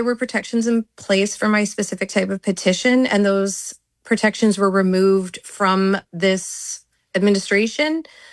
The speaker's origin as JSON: {"language": "English", "country": "Canada", "said": "I didn't think along the lines of being Canadian, more that I had done my due diligence to have the paperwork in place that I needed in order to correctly navigate the immigration system."}